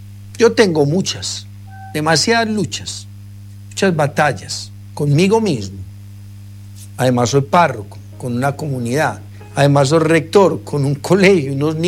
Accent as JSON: {"language": "Spanish", "town": "Sabaneta", "region": "Antioquia", "country": "Colombia", "tie": "born or raised there", "accent": "paisa", "said": "nosotros somos de Sabaneta"}